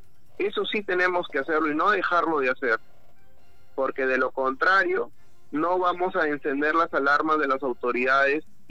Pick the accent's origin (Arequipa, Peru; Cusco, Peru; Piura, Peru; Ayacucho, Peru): Piura, Peru; los piuranos, repito, merecemos vivir en orden, en paz y tranquilidad.